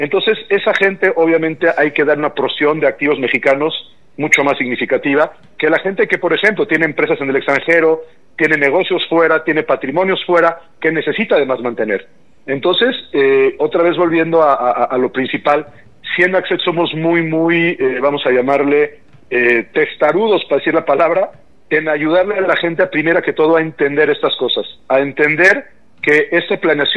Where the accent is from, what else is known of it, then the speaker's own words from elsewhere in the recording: Mexico; el principal riesgo que hoy por hoy como mexicanos tenemos es que a veces nos da flojera hacer las cosas.